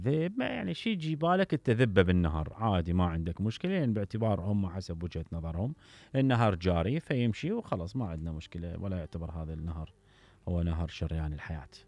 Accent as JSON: {"language": "Arabic", "country": "Iraq", "said": "فلذلك إحنا كمواطنين عراقيين أكو جزء من العمل من عندنا."}